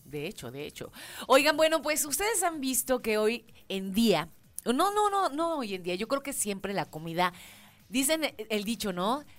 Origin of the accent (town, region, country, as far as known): Mexico